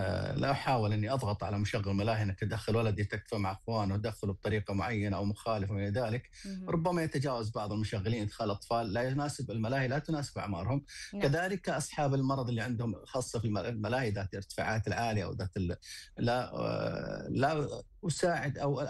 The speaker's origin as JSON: {"language": "Arabic", "country": "Saudi Arabia", "said": "عندنا في السعودية"}